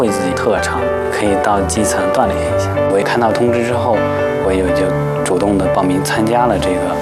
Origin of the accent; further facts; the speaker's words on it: Zhangjiakou, Hebei, China; now in Beijing, China; 我是河北张家口人